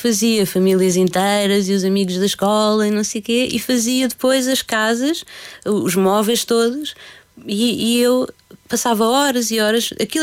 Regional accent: Lisbon, Portugal; also born or lived in Arrifana; Eu, apesar de ter vivido sempre em Lisboa, Tecnicamente não nasci em Lisboa, nasci numa aldeia chamada Rifana

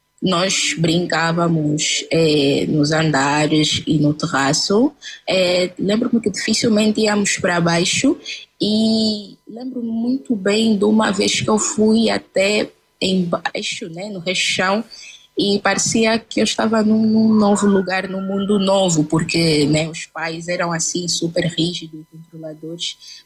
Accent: Luanda, Angola; Sim, nasci em Luanda, nas Ingombotas, Baixa de Luanda, num edifício chamado Jota Pimenta.

